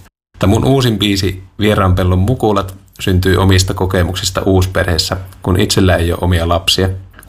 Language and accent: Finnish; Oulu, North Ostrobothnia, Finland; ja työstän tällä hetkellä mun toista albumia.